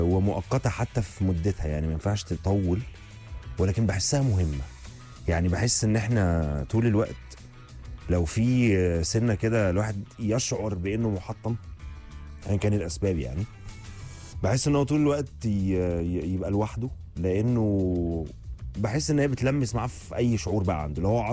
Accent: Alexandria, Alexandria Governorate, Egypt; من اسكندريه واول مره شارك

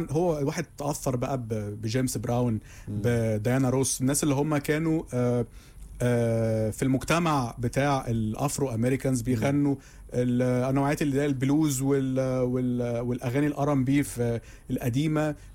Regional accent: Egypt

